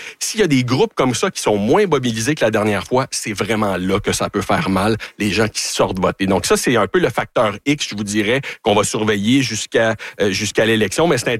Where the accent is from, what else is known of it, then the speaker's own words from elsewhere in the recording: Canada; Ben, c'est drôle, mais quand on dit qu'on est Canadien